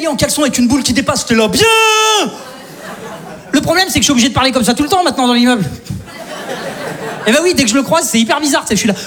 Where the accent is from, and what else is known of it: Saint-Étienne, Auvergne-Rhône-Alpes, France